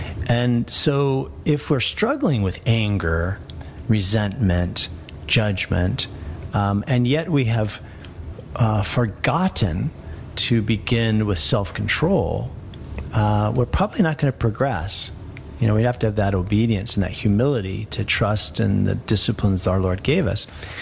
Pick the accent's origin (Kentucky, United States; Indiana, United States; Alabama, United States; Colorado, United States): Colorado, United States; We grew up in Colorado, and he was a schoolmate when I was at the seminary.